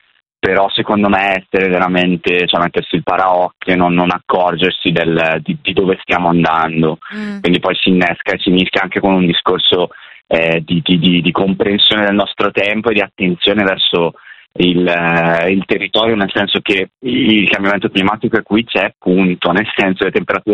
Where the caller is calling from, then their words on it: Clusone, Lombardy, Italy; io sono di Clusone, quindi valseriana